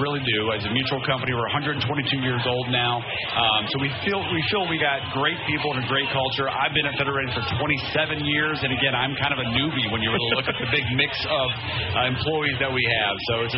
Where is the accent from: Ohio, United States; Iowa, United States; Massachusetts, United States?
Ohio, United States; now in Minnesota, United States; I am from Ohio originally